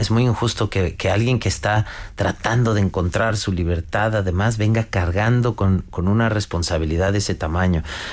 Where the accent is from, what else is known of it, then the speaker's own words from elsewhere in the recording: Mexico; moved away; yo vengo de un país que donde han migrado millones.